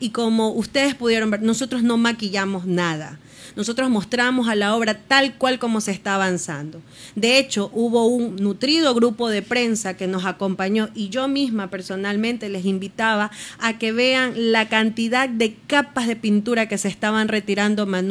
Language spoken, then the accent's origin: Spanish; Esmeraldas, Ecuador; a mi sangre, a mi gente, a mi tierra